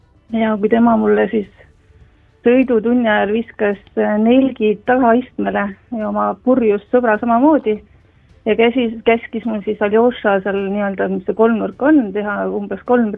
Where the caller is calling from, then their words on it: Tartu, Tartu County, Estonia; ja Tartust